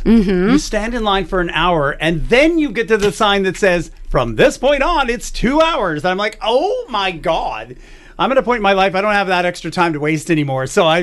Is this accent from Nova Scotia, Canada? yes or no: no; Ontario, Canada; moved away; I grew up in Northern Ontario